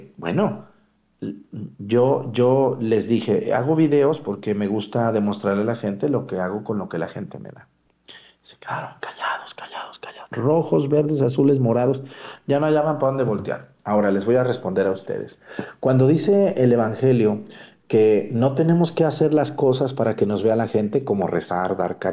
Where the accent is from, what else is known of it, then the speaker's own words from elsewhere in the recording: Mexticacán, Jalisco, Mexico; incluso las obras que hemos hecho en mi pueblo, en Mesticacán